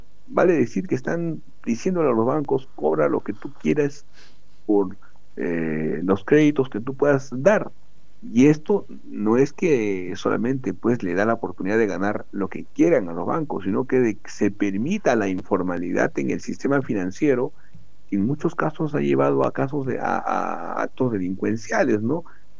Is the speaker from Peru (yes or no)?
yes; Peru; lo que ocurre aquí en nuestra patria